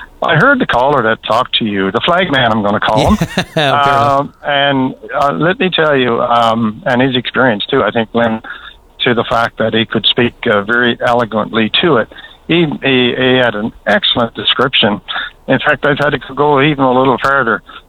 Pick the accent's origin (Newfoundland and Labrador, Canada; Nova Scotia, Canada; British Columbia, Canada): Newfoundland and Labrador, Canada; North Harbour; my hometown of North Harbour